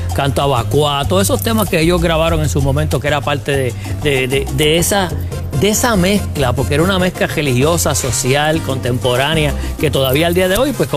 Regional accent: Mayagüez, Puerto Rico; estoy en mi pueblo en Mayagüez.

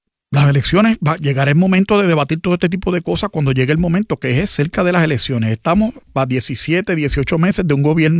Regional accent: Puerto Rico; todos somos puertorriqueños.

